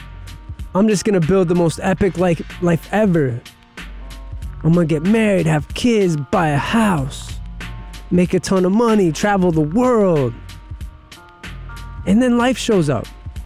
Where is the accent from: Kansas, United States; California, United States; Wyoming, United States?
California, United States; moved away as an adult; now in New York, United States; Took a 16-year trip to California. I'll put it that way. Went to elementary, middle school, high school out there. And made my way back to New York at the young age of 19 years old.